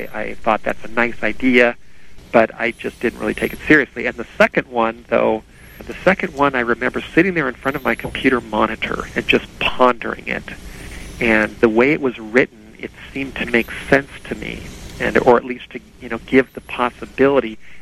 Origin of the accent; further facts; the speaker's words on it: Los Angeles, California, United States; When I grew up in the Hollywood Hills, we were surrounded by animals.